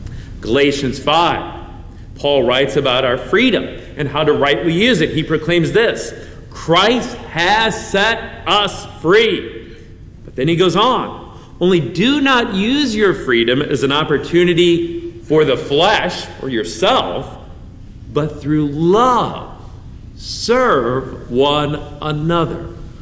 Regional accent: United States; I might be free to be selfish as an American, but I am not free to be selfish as a Christian.

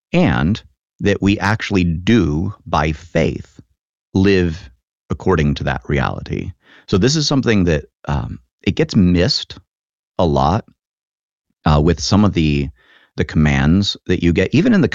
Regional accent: New Mexico, United States; now in Midwest, United States; So, I'm not a Midwesterner by birth or anything. I'm from New Mexico originally. But having been in the Midwest for a while

